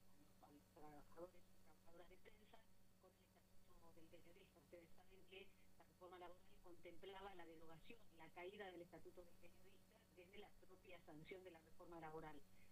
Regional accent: Argentina; todos los argentinos

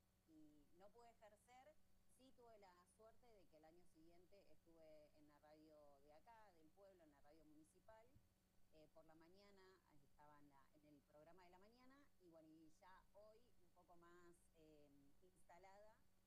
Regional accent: Buenos Aires, Argentina; moved away as an adult; now in Villa Pehuenia, Argentina; ya estoy instalada ya hace 5 años. Pero no vengo a, no soy de acá, soy de Buenos Aires, pero ya está. Me quedo acá

